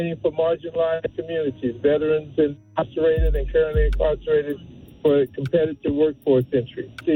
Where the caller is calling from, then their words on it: Alexandria, Virginia, United States; calling from Alexandria, Virginia